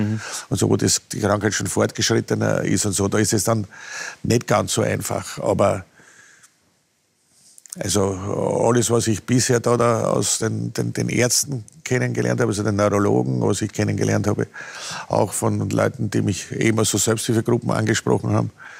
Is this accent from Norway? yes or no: no; Altlengbach, Lower Austria, Austria; born there; Alt-Lenkbach war mein Geburtsort, weil meine Eltern zu dem Zeitpunkt gerade Lehrer dort gewesen sind.